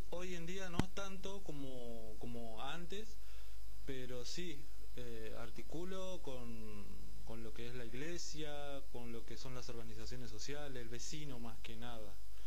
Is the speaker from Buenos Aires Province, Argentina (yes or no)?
yes; Quilmes, Buenos Aires Province, Argentina; also born or lived in La Boca, Buenos Aires; soy hijo de paraguayo, yo tengo sangre guaraní, mi familia es paraguaya, yo soy argentino, nacido en La Boca, pero criado en Villa Itatí.